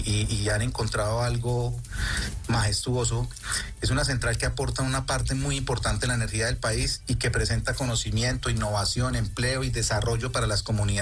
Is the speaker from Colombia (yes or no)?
yes; Colombia; como colombiano me emociona